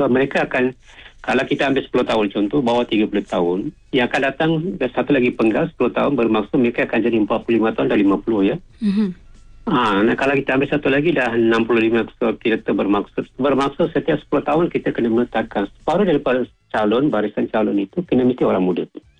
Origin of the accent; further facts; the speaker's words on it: Kluang, Johor, Malaysia; Tidak jauh daripada kampung saya di Keluang, jiran. Saya orang Keluang kan.